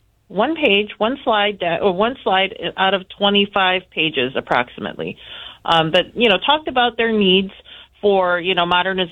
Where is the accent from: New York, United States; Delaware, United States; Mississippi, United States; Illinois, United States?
Illinois, United States; Chicago; Growing up in Chinatown, going to public school. Proud product of, you know, Merck Sheridan Math and Science Academy, Whitney Young